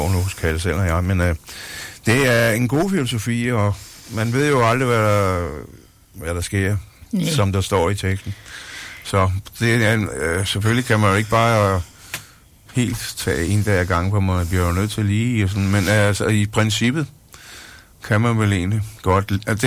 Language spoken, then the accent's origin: Danish; Greve Strand, Zealand, Denmark; moved away as an adult; also born or lived in Rødovre, Denmark; now in Jutland, Denmark; Jeg er født i Rødovre, ude fra København. Og så er jeg vokset op ved Greve Strand.